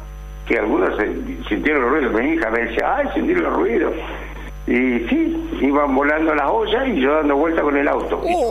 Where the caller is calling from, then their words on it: Argentina; Que es lo que nos dio vida a nosotros como ser, como argentino.